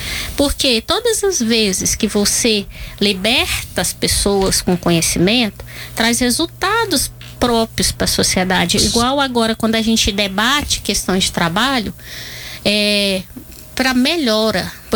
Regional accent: Anápolis, Goiás, Brazil; minha família veio da roça para a cidade, veio para Anápolis muito tempo atrás. Então eu nasci aqui em Anápolis

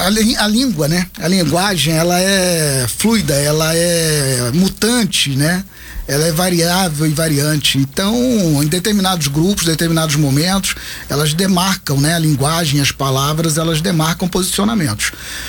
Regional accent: Rio de Janeiro, Brazil; accent: carioca; Eu sou da capital, eu sou da zona oeste do Rio de Janeiro, sou de Campo Grande.

